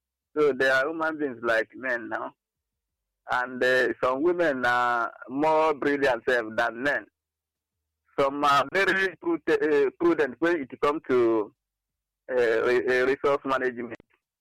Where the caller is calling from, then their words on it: Uganda; I'm with you from Uganda.